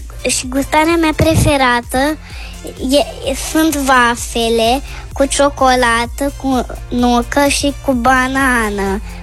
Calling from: Bucharest, Romania; din București. Am 5 ani.

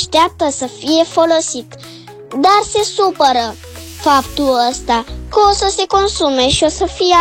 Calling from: Brăila, Brăila County, Romania; am 9 și sunt din Brăila

